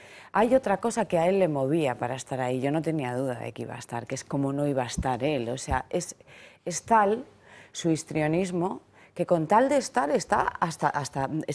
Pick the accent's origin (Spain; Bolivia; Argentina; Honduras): Spain; lo que más me duele como persona es el nivel al que estamos siendo sometidos los españoles